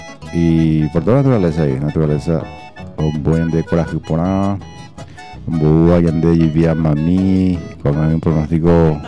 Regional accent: Paraguay; como buen paraguayo que somos, paraguayo y paraguayo

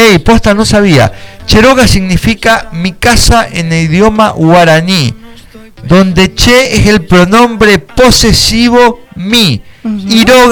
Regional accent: Avellaneda, Buenos Aires Province, Argentina; born there; Sí, yo nací en Avellaneda.

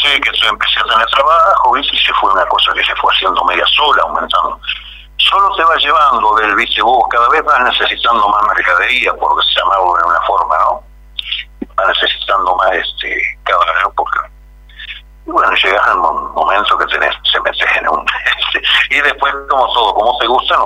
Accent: Chascomús, Buenos Aires Province, Argentina; moved away as an adult; now in Los Toldos, Argentina; me crié en Chascomú siempre, y ahora de viejo vine. Ya más o menos en el año 2011 me vine a quedar acá por nosotros, acá de casa, ¿viste? Ya, así que bueno, ya estoy radicado por esta zona.

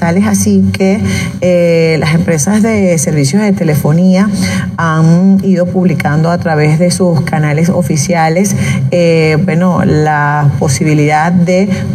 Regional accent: Venezuela

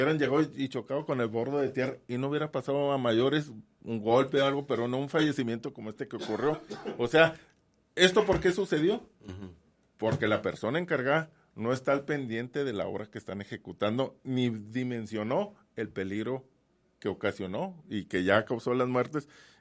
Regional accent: Jiménez, Chihuahua, Mexico; Mira, yo soy de Jiménez.

